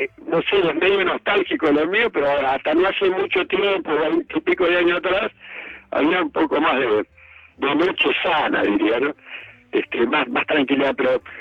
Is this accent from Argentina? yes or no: yes; Mar del Plata, Buenos Aires Province, Argentina; born there; Mira, yo soy un tipo grande, tengo 71 años, sí, nací en Mar del Plata, he tenido la oportunidad de viajar